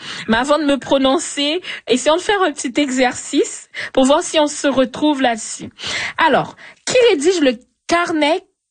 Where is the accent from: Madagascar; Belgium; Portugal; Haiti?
Haiti; parce que moi, même si je viens d'Haïti